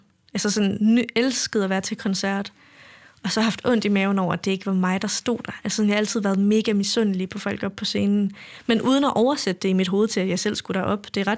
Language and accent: Danish; Central Denmark Region, Denmark; Ja. Ja, en lille bitte landsby i Vestjyll